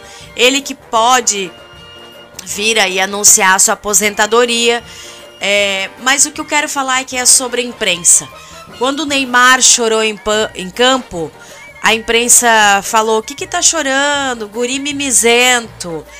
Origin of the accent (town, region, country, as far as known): Brazil